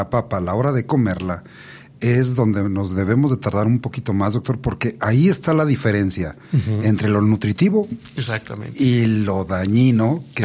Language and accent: Spanish; Mexico